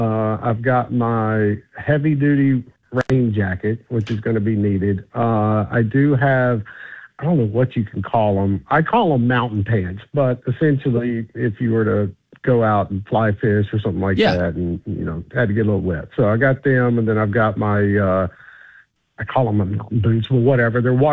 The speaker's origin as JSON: {"language": "English", "town": "Mobile", "region": "Alabama", "country": "United States", "tie": "born or raised there", "said": "Growing up in Mobile, Alabama, where I was born and raised, and man, went to school down there."}